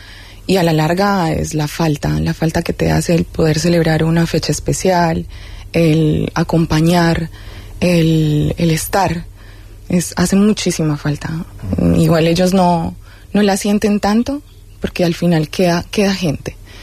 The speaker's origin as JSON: {"language": "Spanish", "town": "Medellín", "region": "Antioquia", "country": "Colombia", "moved": "as an adult", "lives_now": "Spain", "said": "Yo soy de Medellín, digamos que todo mi núcleo familiar está en Medellín."}